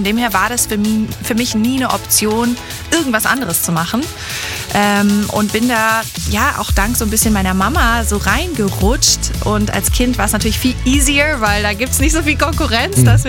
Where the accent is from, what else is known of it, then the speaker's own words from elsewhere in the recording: Munich, Bavaria, Germany; bin in München geboren, aufgewachsen, halb Ami, halb Deutsch, sing und schreibe Songs schon mein Leben lang.